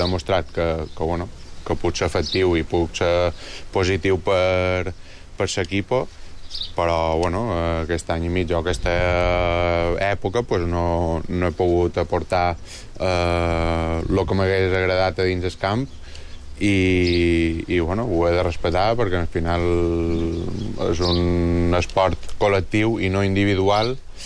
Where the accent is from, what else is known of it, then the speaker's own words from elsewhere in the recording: Balearic Islands, Spain; Com a mallorquí i mallorquinista